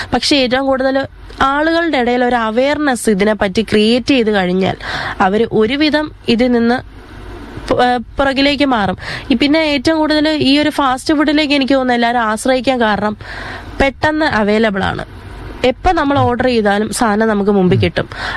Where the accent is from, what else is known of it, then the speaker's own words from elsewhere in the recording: Kerala, India; ആദ്യം ഞാൻ വരുന്നത് തുരുത്തി നിന്നാ. ഞങ്ങളുടെ അവിടെ ഉള്ള ആളുകൾ ഏറ്റവും കൂടുതൽ ചെയ്യുന്ന മത്സ്യകൃഷിയാണ്.